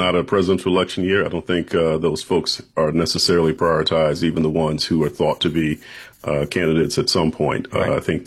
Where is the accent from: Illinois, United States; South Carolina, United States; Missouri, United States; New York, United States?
South Carolina, United States; I'm from South Carolina. So early voting South Carolina, I was deeply steeped in politics.